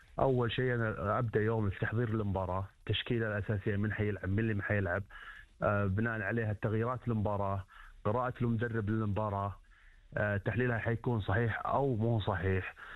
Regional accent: Saudi Arabia

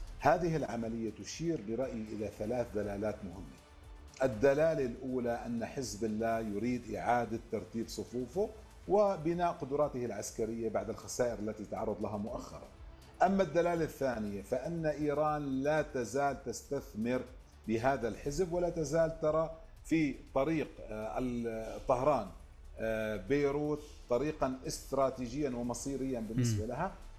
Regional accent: Syria; بالنسبة لنا كسوريين

